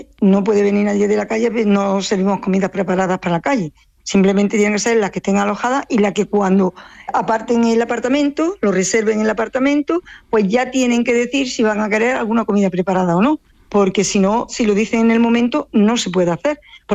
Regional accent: Andújar, Andalusia, Spain; aunque todavía soy joven, y aunque soy de Andújar

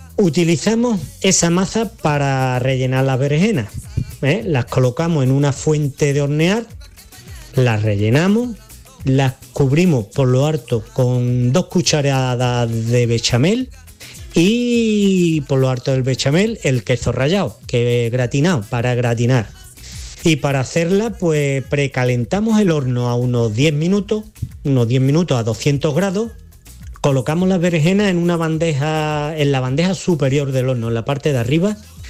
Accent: Mijas, Andalusia, Spain; de las Lagunas de Mija

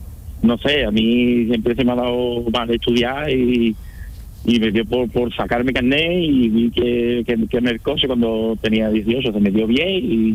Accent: La Puebla de Cazalla, Andalusia, Spain; now in Marchena, Spain; Yo soy de la Puebla de Cazalla.

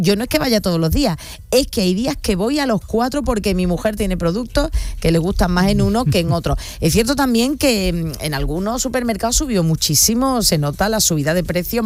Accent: San Fernando, Andalusia, Spain; yo me acuerdo de pequeña en Cádiz, yo era, vivíamos en San Fernando

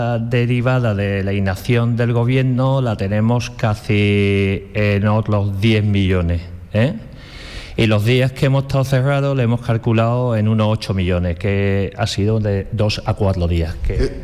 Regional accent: Ceuta, Spain; y mi padre es de Baza, Granada. La mayoría de nosotros, ceutíes, tenemos los padres andaluces y nosotros nos sentimos tal cual.

